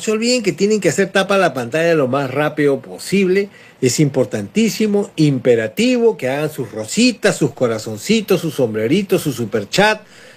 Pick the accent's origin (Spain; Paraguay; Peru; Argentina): Peru